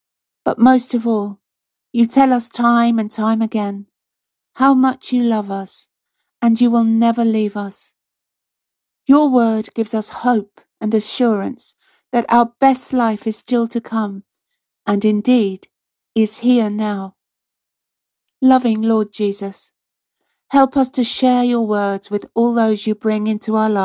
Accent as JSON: {"language": "English", "region": "East of England", "country": "United Kingdom", "said": "I'm from Cambridgeshire."}